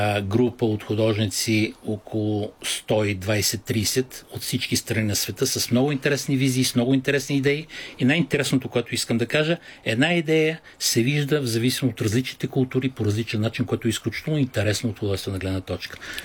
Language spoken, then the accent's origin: Bulgarian; Kazanlak, Stara Zagora Province, Bulgaria; Ежегодно имаме, изложба се нарича Мини Принт Казанлък. Тя беше основана през 2013 година в родния ми град, който аз обичам, в който се връщам всяка година.